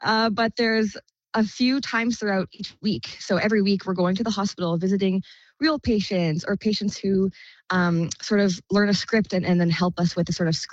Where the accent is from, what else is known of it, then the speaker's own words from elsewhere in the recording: Cranbrook, British Columbia, Canada; So I'm originally from Cranbrook. I was raised here. And so I've always loved small communities.